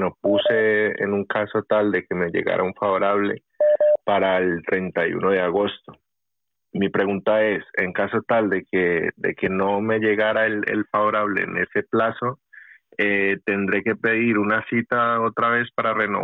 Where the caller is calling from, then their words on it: Madrid, Community of Madrid, Spain; me comunico de Madrid.